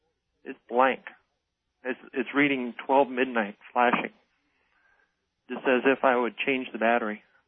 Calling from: Tucson, Arizona, United States; I'm calling from Tucson, Arizona.

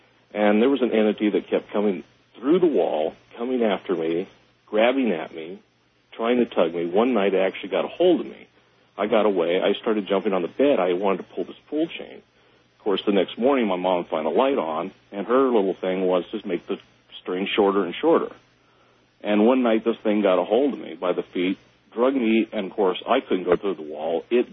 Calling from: United States; I'm calling from Florida, Arizona tonight. First time caller.

